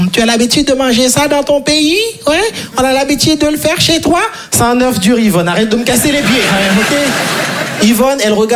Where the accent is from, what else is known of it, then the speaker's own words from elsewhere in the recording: Haiti; Moi, je viens de Haïti.